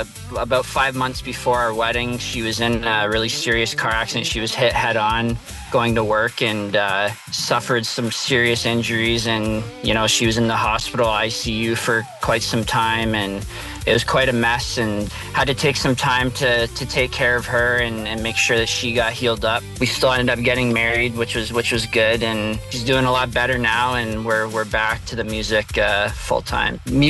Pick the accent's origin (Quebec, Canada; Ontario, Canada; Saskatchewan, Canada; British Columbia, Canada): Ontario, Canada; Windsor; now in Harrow, Canada; Yeah, so I'm from Windsor, born and raised, and then I moved out to Harrow a couple years ago and been out there for about 3 years now.